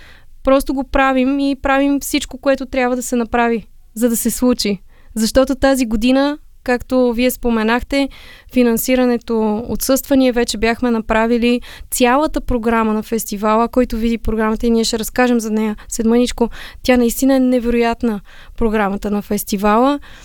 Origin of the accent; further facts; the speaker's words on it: Sofia, Sofia City, Bulgaria; born there; moved away as an adult; now in Beli Iskar, Bulgaria; Аз съм софиянка по рождение. Аз обичам София.